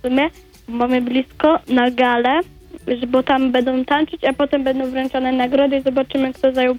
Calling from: Gdynia, Pomeranian Voivodeship, Poland; ja mieszkam w Gdyni.

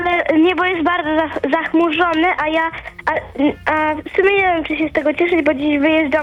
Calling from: Bydgoszcz, Kuyavian-Pomeranian Voivodeship, Poland; Z Bydgoszczy.

